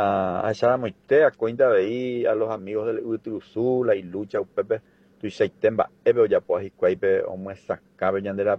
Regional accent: Paraguay; como sociedad, como ciudadanía paraguaya, en defensa del medio ambiente, en defensa de nuestra casa común.

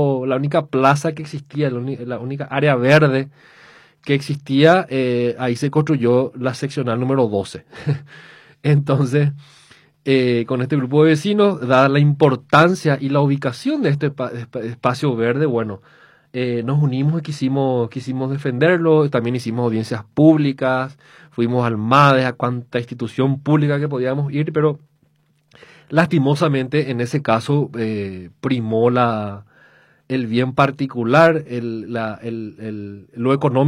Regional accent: Asunción, Paraguay; A mí me da vergüenza decir que soy asunceno ante esta administración.

